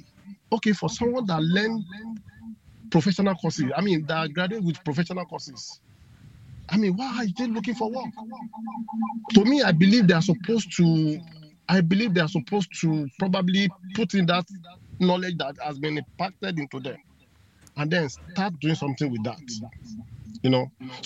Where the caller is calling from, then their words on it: Obada, Nigeria; I'm calling from Obada.